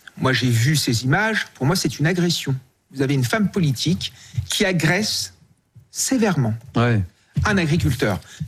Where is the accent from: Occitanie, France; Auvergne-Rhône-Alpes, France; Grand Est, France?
Grand Est, France; Moi, je suis originaire des Ardennes. J'ai grandi au milieu de ces paysans